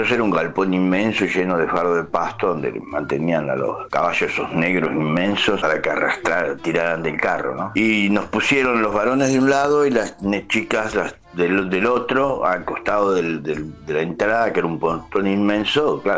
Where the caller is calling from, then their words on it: Marcos Paz, Buenos Aires Province, Argentina; Marcos Paz.